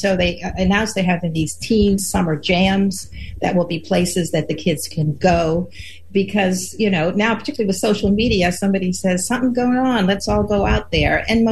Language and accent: English; Baltimore, Maryland, United States; the mayor of Baltimore, my hometown